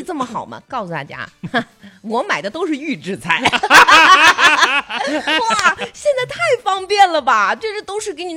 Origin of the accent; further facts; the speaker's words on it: Guangdong, China; 我是广东人、